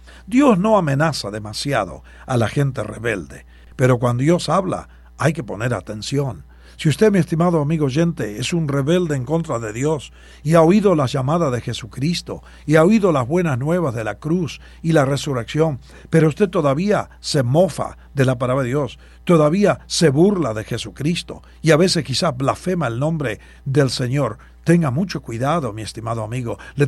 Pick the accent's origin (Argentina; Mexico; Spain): Argentina; born there